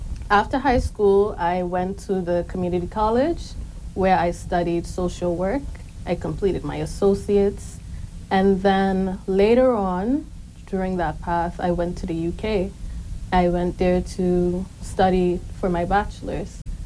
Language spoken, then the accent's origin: English; Turks & Caicos Islands; So I was born and raised in Grand Turk. I was born in the quarry.